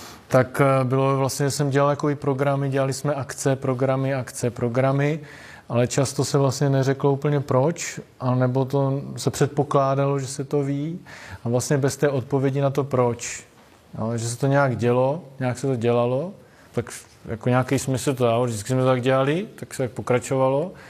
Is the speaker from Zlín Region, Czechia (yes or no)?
no; Brno, South Moravian Region, Czechia; Jsem původně z Brna